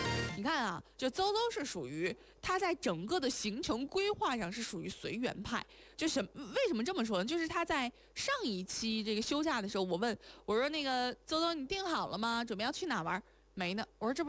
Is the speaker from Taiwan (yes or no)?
no; China; moved away; 这一次他的这个旅行目的地打算要去到这个我的家乡的时候